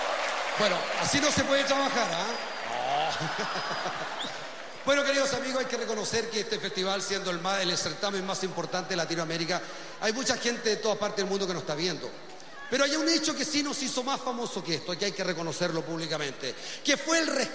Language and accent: Spanish; Chile; Esa es nuestra mentalidad, pues. Así somos los chilenos, ¿verdad?